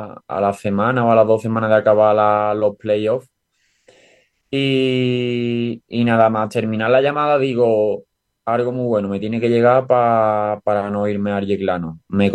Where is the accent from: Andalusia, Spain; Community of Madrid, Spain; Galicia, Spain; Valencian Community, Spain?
Andalusia, Spain; Utrera; creo yo, que viene siempre de jugar en el equipo de su pueblo. Yo siempre he estado en el Utrera, me fui en División de Honor Juvenil al Cachilleja, un pueblecito de Sevilla.